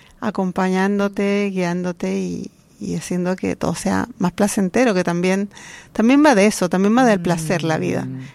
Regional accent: southern Chile, Chile; moved away; yo que soy del sur de Chile

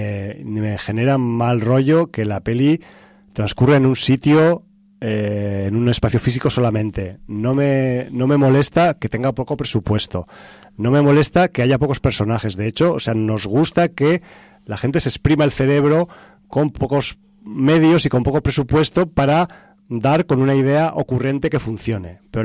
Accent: Aragon, Spain; pero en Aragón, yo al menos en mi pueblo, yo he comido siempre borraja

